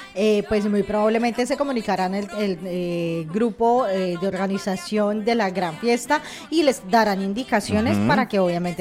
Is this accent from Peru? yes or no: no; Colombia; now in Zaragoza, Spain